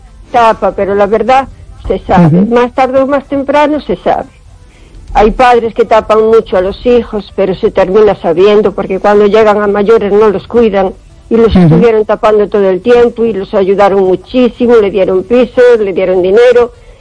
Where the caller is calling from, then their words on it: O Carballiño, Galicia, Spain; de Carballiño.